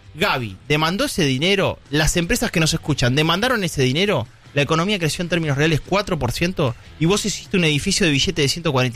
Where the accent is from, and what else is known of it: Argentina